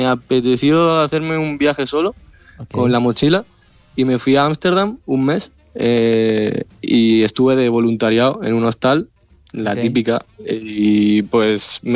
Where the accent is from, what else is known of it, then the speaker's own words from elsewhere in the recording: Terrassa, Catalonia, Spain; Yo soy de Tarrasa.